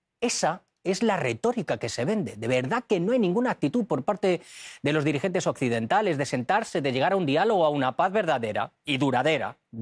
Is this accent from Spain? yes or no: yes; Spain; como español, como europeo, me duele en el alma